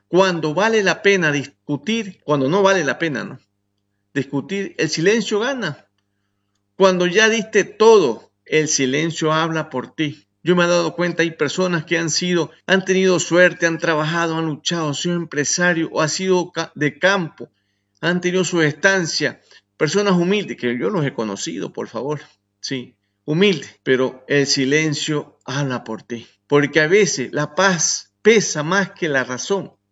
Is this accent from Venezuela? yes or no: no; Ecuador; Digo, soy de Ecuador.